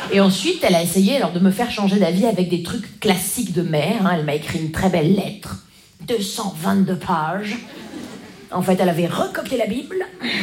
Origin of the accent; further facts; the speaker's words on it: Grand Est, France; Oui. Vous savez, c'est en France. C'est juste avant l'Ukraine, vous voyez. En Lorraine. Dans les Vosges, il y a plein de trucs à faire. Il n'y a rien, en fait. Si, il y a du ski. On fait du ski. Et moi, je skiais à la Bresse.